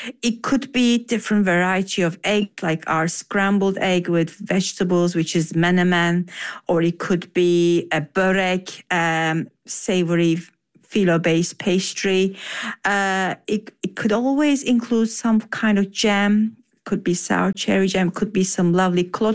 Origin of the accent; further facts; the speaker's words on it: Turkey; also born or lived in Ankara; because I'm from southern Turkey. I was born in Ankara, in the capital, but my parents both are from southern Turkey, Antakya, ancient Antioch